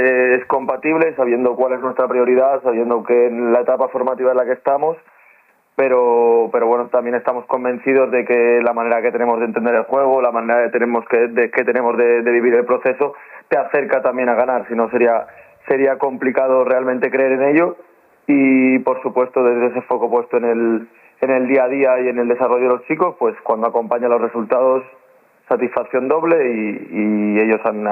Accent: Mallorca, Balearic Islands, Spain; now in Seville, Spain; Yo además soy de Mallorca y toda mi gente de Mallorca también ha estado cerquita

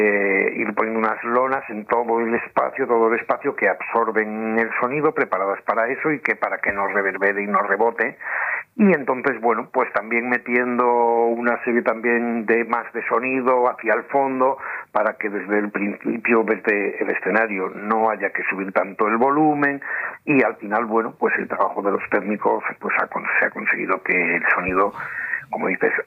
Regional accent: Castile and León, Spain; siempre me ha apetecido hacer algo en el Bierzo, porque soy del Bierzo y he andado por ahí haciendo otras cosas y me apetecía hacer algo allí.

